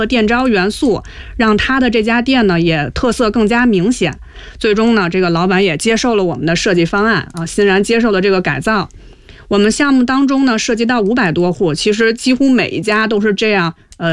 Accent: Beijing, China; 我也是北京长大的小孩呀

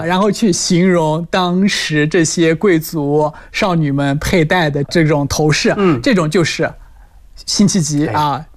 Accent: southern China, China; 可能我是南方人

